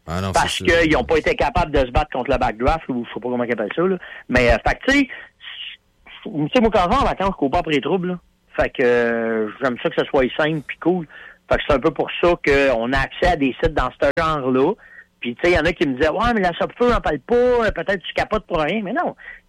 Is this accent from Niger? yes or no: no; Canada; je disais, ben, je viens du Canada, tu sais.